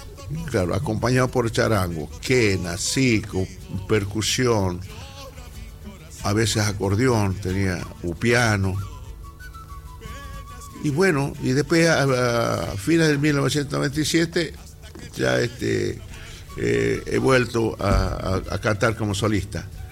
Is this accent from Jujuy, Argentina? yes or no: yes; Chalala, Jujuy, Argentina; born there; also born or lived in Lipán / Patacal / Quisquiri; en Chalala, ajá, ahí donde yo nací, ya en 1948.